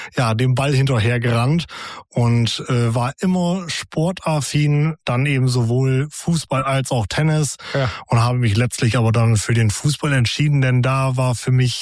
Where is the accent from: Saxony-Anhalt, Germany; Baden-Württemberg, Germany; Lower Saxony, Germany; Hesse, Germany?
Lower Saxony, Germany; Hagen am Teutoburger Wald; aufgewachsen bin ich in Hagen am Teutoburger Wald